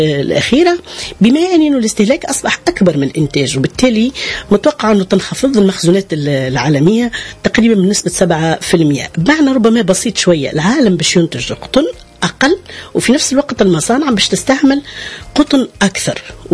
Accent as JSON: {"language": "Arabic", "country": "Tunisia", "said": "احنا في تونس يعني مناش نزرعوا"}